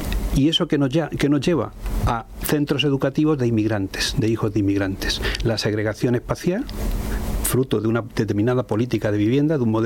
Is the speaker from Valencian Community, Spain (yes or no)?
no; Region of Murcia, Spain; born there; Somos murcianos porque hemos nacido en Murcia, pero estamos en una situación en donde ni somos marroquíes ni somos murcianos.